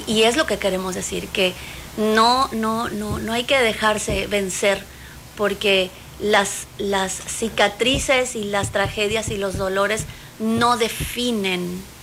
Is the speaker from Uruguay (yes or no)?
no; Paraguay; now in Mexico; yo soy paraguaya, yo no soy mexicana, vivo hace muchos años en México.